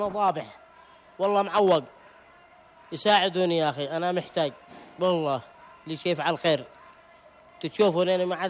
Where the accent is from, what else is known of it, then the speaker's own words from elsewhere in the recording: Yemen; نحن أخوانهم، نحن شعب يمني واحد.